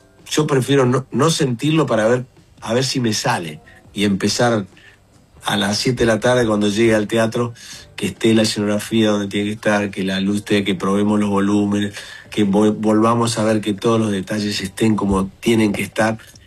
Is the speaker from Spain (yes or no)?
no; Colombia; Venimos de Colombia a hacer una experiencia preciosa.